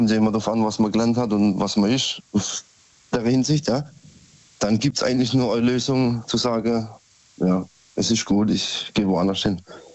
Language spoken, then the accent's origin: German; Karlsruhe, Baden-Württemberg, Germany; Ich komme aus Karlsruhe.